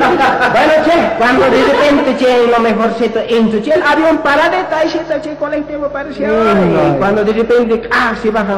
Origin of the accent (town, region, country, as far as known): Bolivia